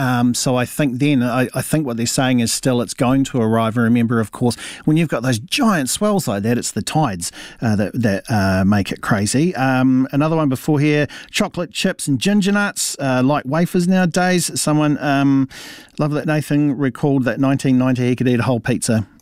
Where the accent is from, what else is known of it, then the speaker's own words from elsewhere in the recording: Hastings, Hawke's Bay, New Zealand; also born or lived in Wellington; so I was born in Wellington, but I grew up in Hastings, and Hastings and Napier